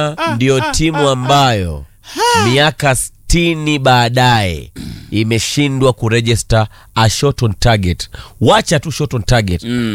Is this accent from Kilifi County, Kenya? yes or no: no; Kitui, Kitui County, Kenya; Nikisema mtasema ni vile natoka Kitui.